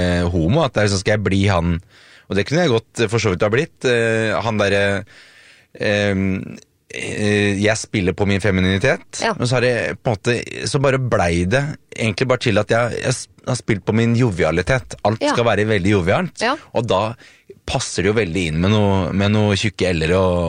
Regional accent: Oslo, Norway; Jeg vokste opp på Sagene, men jeg har altså en far fra Gudbrandsdalen, og en mor fra Indre Østfold.

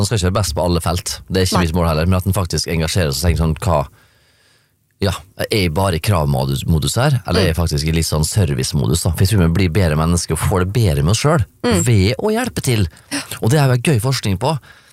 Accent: Møre og Romsdal, Norway; Jeg kommer fra Romsdalen

